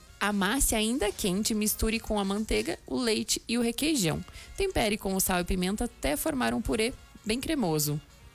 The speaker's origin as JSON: {"language": "Portuguese", "region": "Rio Grande do Sul", "country": "Brazil", "tie": "born there", "also_born_or_lived": "Santa Catarina", "moved": "yes", "said": "lá no Noroeste Gaúcho, onde eu nasci, também a gente falava carne moída, né? Então, aqui que é guisado."}